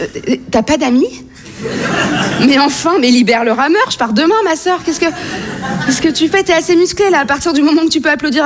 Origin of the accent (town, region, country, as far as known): France